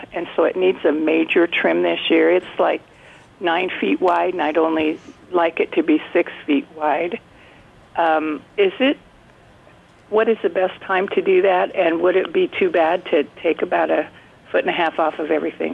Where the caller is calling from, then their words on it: Fairbury, United States; I'm from Fairbury.